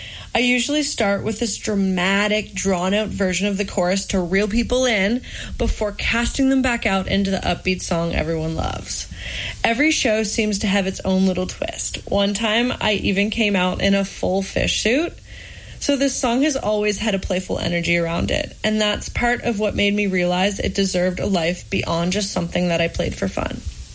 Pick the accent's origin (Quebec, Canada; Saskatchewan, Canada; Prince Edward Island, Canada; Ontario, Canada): Prince Edward Island, Canada; As a country girl growing up in Prince Edward Island